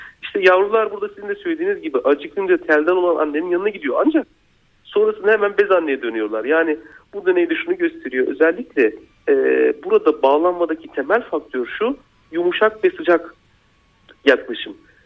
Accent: Çukurova, Turkey; ben Çukurova tarafında işte oralıyım

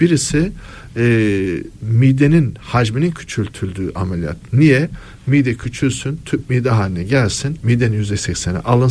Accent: Giresun, Turkey; Ben mesela Giresunluyum.

